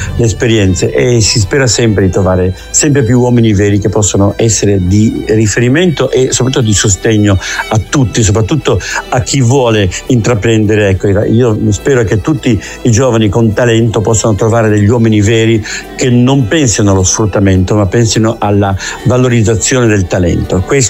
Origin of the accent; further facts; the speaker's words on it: Genoa, Liguria, Italy; sia io da genovese che Massimo Zennaro da veneziano, da isolano, abbiamo il mare nelle vene.